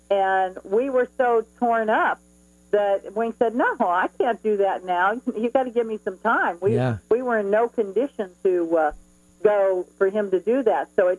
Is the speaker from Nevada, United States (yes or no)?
yes; Las Vegas, Nevada, United States; Really, I half grew up there.